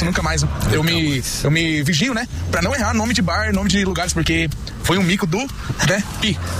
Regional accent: Foz do Iguaçu, Paraná, Brazil; sou de Foz do Iguaçu, sou cantor.

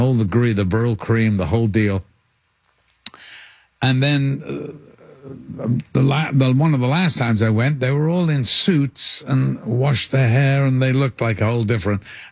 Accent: Liverpool, North West England, United Kingdom; I'm from Liverpool.

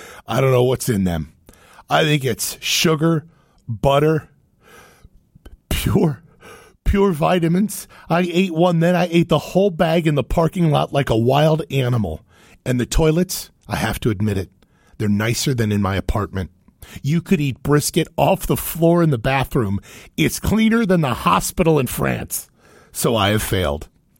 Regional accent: Cincinnati, Ohio, United States; Where I grew up in Cincinnati

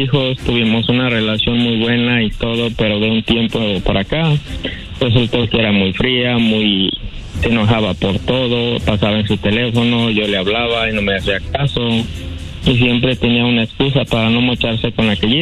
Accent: Michoacán, Mexico; now in United States

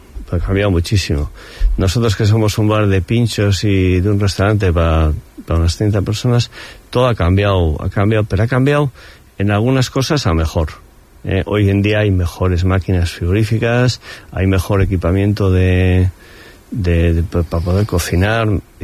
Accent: San Sebastián, Basque Country, Spain; sobre todo yo que soy donostiarra

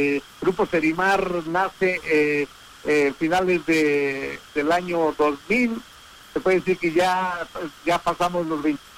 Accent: Guadalupe Victoria, Puebla, Mexico; directamente desde Guadalupe Victoria, Puebla. Aquí estamos, somos poblanos totalmente. Ah, pero también te traigo sangre oaxaqueña, porque tengo familias, mi papá es de Calcatongo, Oaxaca, ahí por la Mixteca, desde allá.

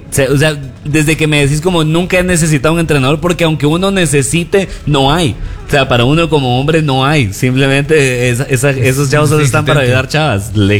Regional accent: Guatemala City, Guatemala Department, Guatemala; No, no soy de Pinares. Ese no era el gimnasio del que estaba hablando. Pero yo sé, y sé porque crecí en la zona 18, que en todas nuestras colonias lindas de la zona 18 hay unos gimnasios que son unas joyas.

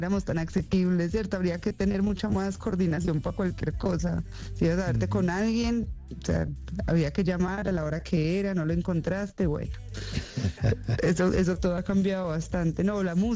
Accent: Antioquia, Colombia; cuando me dicen qué es lo que a mí me identifica como paisa, para mí es la resiliencia. Yo pienso que como colombiana y como país es la resiliencia.

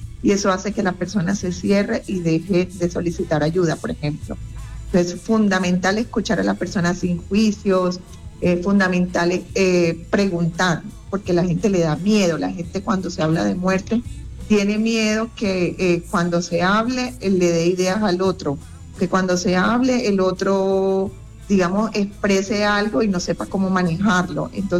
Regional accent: Cartagena, Bolívar, Colombia; yo soy de Cartagena, pero lastimosamente no vivo en Cartagena, pero feliz.

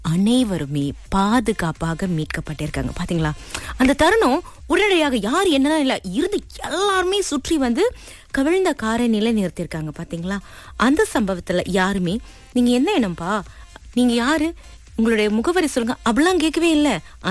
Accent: Malaysia; நாங்க மலேசியர்கள்

